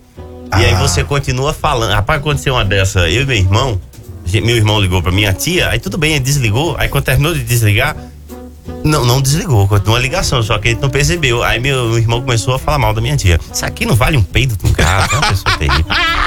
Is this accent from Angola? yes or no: no; Natal, Rio Grande do Norte, Brazil; moved away; a minha cidade, minha terra